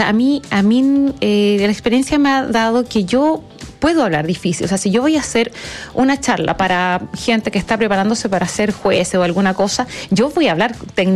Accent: Valdivia, Los Ríos, Chile; Yo creo que el plus aquí es que en Valdivia, que es mi ciudad, yo nací en Valdivia, mi familia es de allá

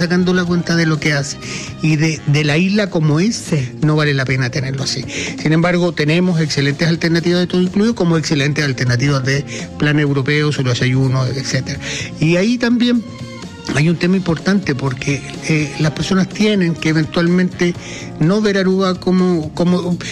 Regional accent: Chile; particularmente para nosotros como chilenos, buscar la fecha en la cual...

